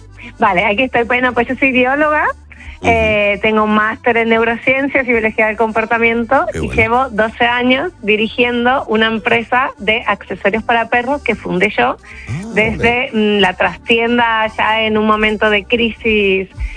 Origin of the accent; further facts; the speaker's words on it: Argentina; now in Sevilla, Spain; Sí, soy argentina, pero desde Sevilla.